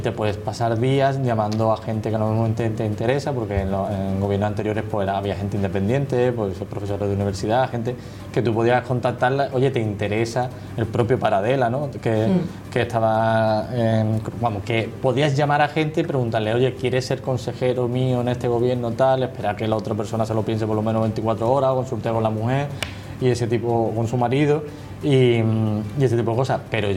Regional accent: Andalusia, Spain

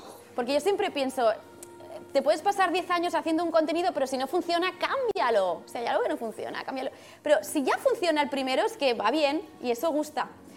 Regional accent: Alpicat, Catalonia, Spain; Nací allá en Alpicat. Alpicat, que es un pueblecito de Lleida maravillosa.

